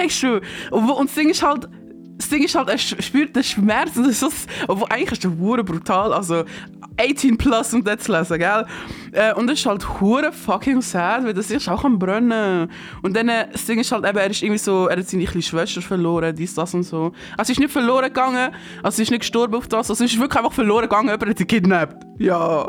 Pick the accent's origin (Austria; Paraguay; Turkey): Turkey; Tunceli Province; als eine Kurdin, die nicht so viel von Kultur leider mitbekommen hat. Es ist sehr interesting, wenn sie über so, wie der eine ist vom gleichen Dorf, glaube ich, wie ich. Dersim, let's go, Dersim, up.